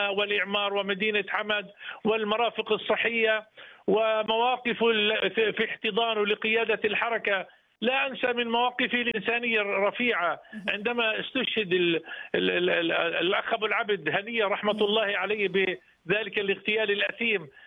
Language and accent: Arabic; Palestine; وسنظل نحن ابناء فلسطين اوفياء لهذه القامه الكبيره ولقطر لاميرها وقيادتها ولشعبها الكريم